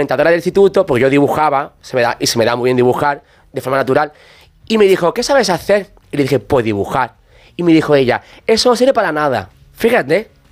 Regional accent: Alcalá de los Gazules, Andalusia, Spain; pero yo vivía entonces aún en mi pueblo, en el Alcalde de los Gazules.

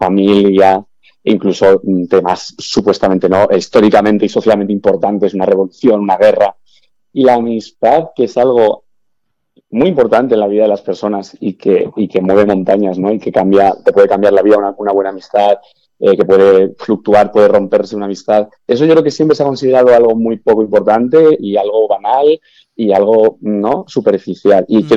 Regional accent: Navarre, Spain; Nunca se dice dónde es, pero bueno, yo soy de Navarra

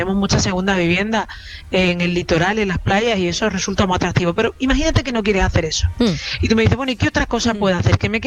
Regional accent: Andalusia, Spain; accent: Andalusian; sobre todo en mi tierra, en Andalucía. Tú verás que siempre pongo el acento andaluz.

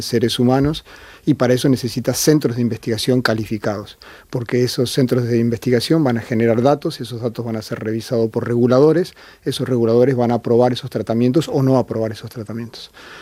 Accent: Argentina; moved away; also born or lived in Brazil / China; Como argentino, viví 5 años en Brasil.

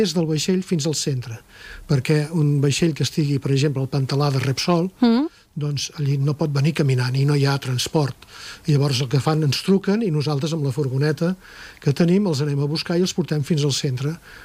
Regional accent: Tarragona, Catalonia, Spain; Jo sóc fill del barri del Port, vull dir, vaig néixer l'any 53 al carrer Castellarnau, he viscut tota la vida tocant el Port.

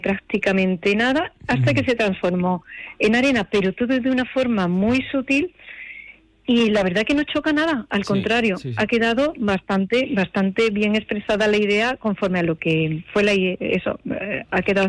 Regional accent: Montilla, Andalusia, Spain; mi pueblo, Montilla

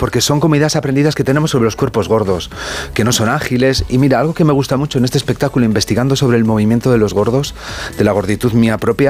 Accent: Valladolid, Castile and León, Spain; Además es de León, yo soy castellano, sí. De Valladolid.

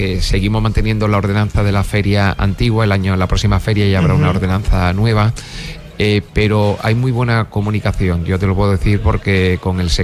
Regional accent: Málaga, Andalusia, Spain; born there; yo estoy encantado de vivir en Málaga, soy malagueño de nacimiento

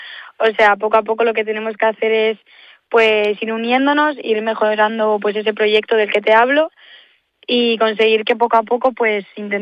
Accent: El Astillero, Cantabria, Spain; Pues nada, yo te puedo decir que yo soy de Astillero, yo empecé con 9 años remando en Astillero.

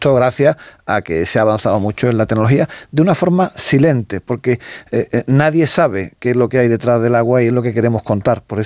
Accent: Spain

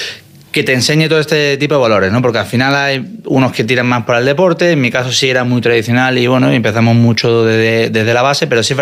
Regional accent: Málaga, Andalusia, Spain; moved away as an adult; also born or lived in Madrid; Yo soy de Málaga, obviamente, estudié el bachillerato en Málaga. Y cuando me iba a mudar, en el 2002 estamos hablando, estaba o Madrid, la Politécnica, o te tenías que ir a Barcelona.

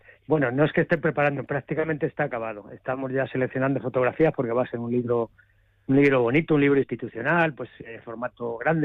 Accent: a village in Toledo province, Castilla-La Mancha, Spain; also born or lived in Alcalá de Henares; now in Madrid, Spain; yo soy de un pueblo de Toledo

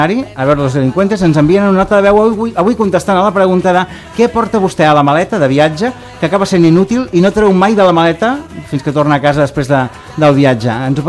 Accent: Gironella, Catalonia, Spain; el Carnestoltes de Gironella, de la meva població estimada, d'on soc originari

